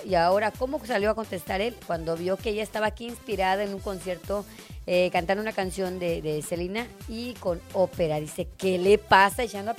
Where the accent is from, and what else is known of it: Mexico